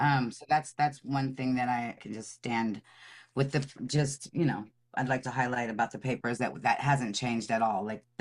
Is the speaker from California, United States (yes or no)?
yes; the Bay Area, California, United States; moved away as an adult; also born or lived in Los Angeles; I'm from the Bay, but I lived in LA for a long time.